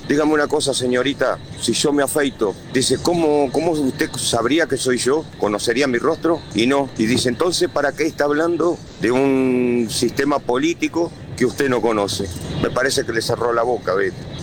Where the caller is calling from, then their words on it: Pigüé, Buenos Aires Province, Argentina; soy de Pigüé, soy camionero. En este momento estoy entre Bahía Blanca y Pigüé, yendo para mi pueblo, Pigüé.